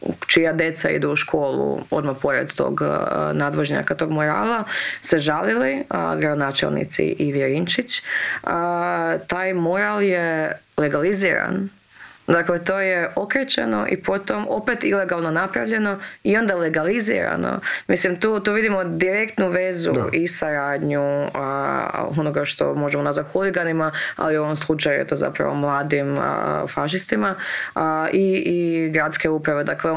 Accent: Vukovar, Vukovar-Syrmia County, Croatia; ja odrasla sam u Vukovaru. Odrasla sam u Vukovaru uz grafite Ubi Srbina i to mi je bilo kao nešto standardno.

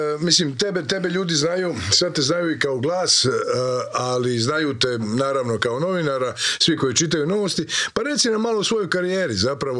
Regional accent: Hrvatsko Zagorje, Croatia; Zagrebčanka, da, ja sam iz Zagorje

